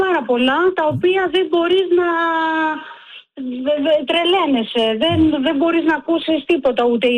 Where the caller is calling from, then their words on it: Heraklion, Crete, Greece; Είμαι από το Ηράκλειο της Κρήτης.